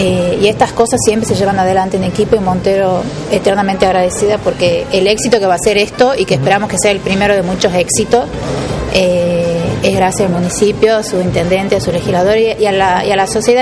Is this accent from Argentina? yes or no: yes; Tucumán, Argentina; moved away as an adult; now in Buenos Aires, Argentina; Y bueno, soy oriunda de Tucumán, vivo en Buenos Aires hace aproximadamente como 20 años.